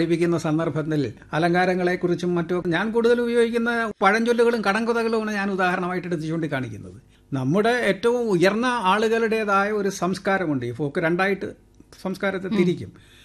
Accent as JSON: {"language": "Malayalam", "region": "Kerala", "country": "India"}